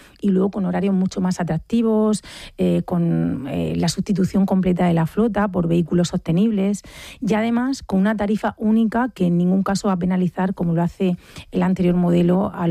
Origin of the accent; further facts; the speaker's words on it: Murcia, Region of Murcia, Spain; Te lo dice una vecina de pedanía, yo soy del Esparragal